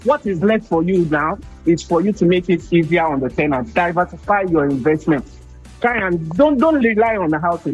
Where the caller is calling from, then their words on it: Bern, Switzerland; I'm calling from Bern, Switzerland.